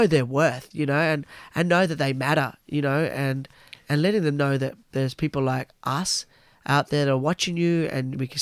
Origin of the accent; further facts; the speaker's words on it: Tasmania, Australia; this is growing up in Tasmania in the 90s, like, racism was so bad, you know, like, you know, I was one of very few black people in Tasmania as it is